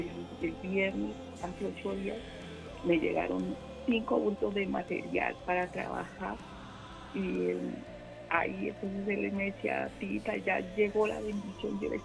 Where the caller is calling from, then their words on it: Bogotá, Colombia; Aquí en Patio Bonito.